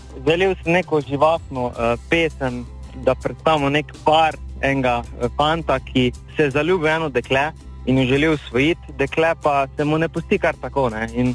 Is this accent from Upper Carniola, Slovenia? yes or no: no; Šentjur, Savinjska, Slovenia; Jaz harmonkar, baritonist Žiga Romih in kitarist Anže Oset prihajamo iz Šentjurja.